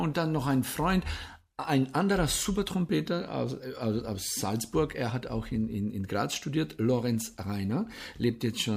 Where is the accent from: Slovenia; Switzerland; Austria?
Slovenia; Radlje ob Dravi, Carinthia; also born or lived in Paris, France; Ja, also ich habe in, ja, ich komme aus Radli, dann habe ich meine Mittelmusikschule